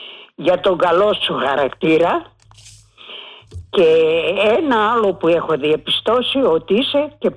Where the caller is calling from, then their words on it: Peristeri, Attica, Greece; είμαι από το Περιστέρι.